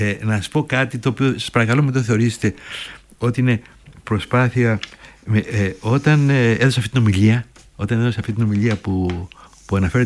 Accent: Greece; moved away; Έχουμε πλεονέκτημα σαν Έλληνες ότι είτε το θέλουμε είτε όχι επηρεαζόμαστε από την υπέροχη προσφορά της αρχαίας Ελλάδας. Έρχομαι στην Ελλάδα, στην Αθήνα.

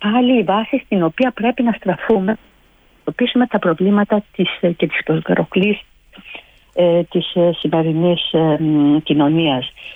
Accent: Greece; εδώ στο εξωτερικό και έτσι και για μένα σαν Ελληνίδα

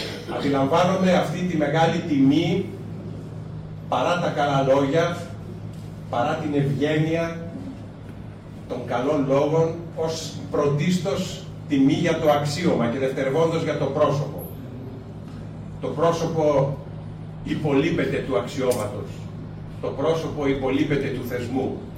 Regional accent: Greece; Είμαστε όλοι Έλληνες της περίοδου μετά τον πόλεμο. Είμαστε όλοι μεγαλωμένοι, μια περίοδο μοναδική για την Ελλάδα

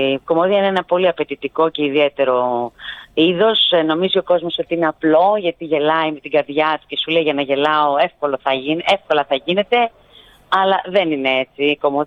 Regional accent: Chios, North Aegean, Greece; also born or lived in Pelion; γιατί είμαι χιώτισσα η καταγωγή, αλλά είμαι και πηλιορίτισσα. Έχω δύο αγαπημένους τόπους

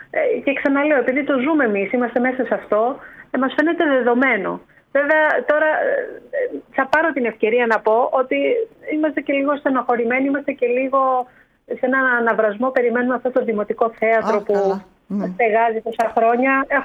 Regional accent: Agios Prokopios, Greece; Εγώ είμαι γέννημα θρέμα Αγίου του Αγίου Προκοπίου, του χωριού, είναι δηλαδή.

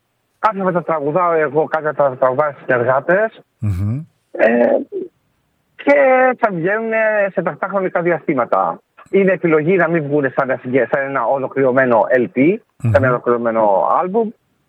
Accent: Macedonia, Greece; εγώ έχω καταγωγή από τη Νέα Ζημίνη και είναι και από τη Μακεδονία, ντόπιος, όπως λένε.

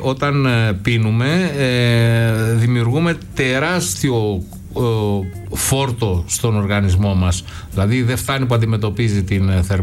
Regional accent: Greece; σε μία θάλασσα η οποία εμείς ως Έλληνες ούτε καν θα καταδεχόμασταν να μπούμε.

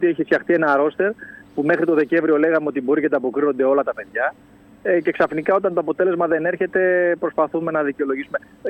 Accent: Greece

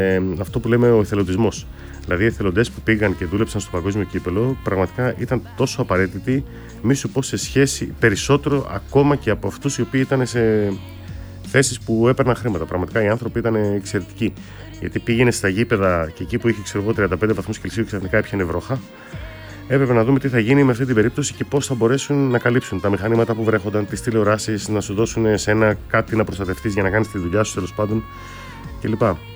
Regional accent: Greece; Με το που έλεγα από πού είσαι και λέγανε και τους έλεγα Γκρίς, κατευθείαν.

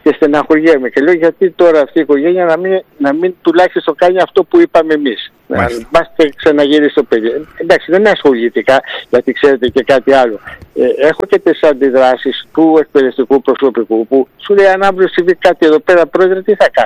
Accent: Kypseli, Greece; born there; αυτό το συγκεκριμένο το παιδί ήταν και από το χωριό μου.

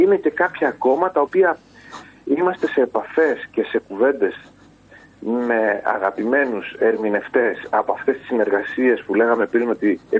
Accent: Karditsa, Thessaly, Greece; εμείς που μεγαλώσαμε στην Καρδίτσα

